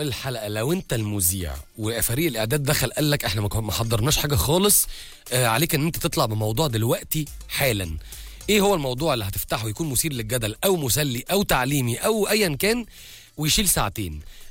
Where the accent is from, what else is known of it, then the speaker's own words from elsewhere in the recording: Egypt; احنا يعني كمصريين